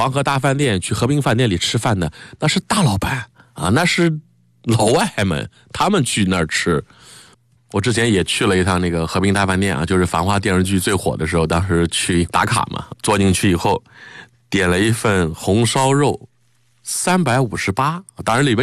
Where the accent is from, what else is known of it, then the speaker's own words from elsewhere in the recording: Shanghai, China; 我们上海人